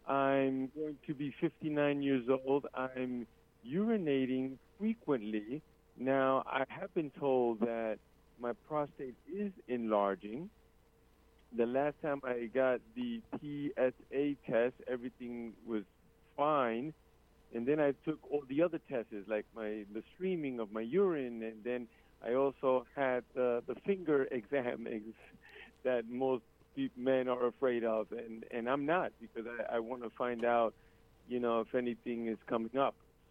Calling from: New Jersey, United States; I'm calling in from North Berkeley, New Jersey.

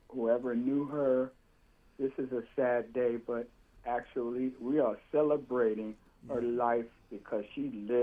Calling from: California, United States; No, I'm on the West Coast. I'm calling you from Cali.

